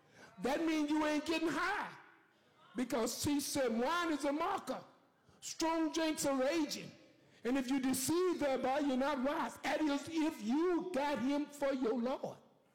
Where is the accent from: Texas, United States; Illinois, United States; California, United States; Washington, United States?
Texas, United States; Huntsville; born there